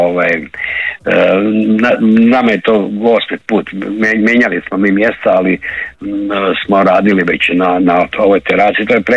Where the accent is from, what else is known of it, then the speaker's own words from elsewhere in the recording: Croatia; Kod nas u Hrvatskoj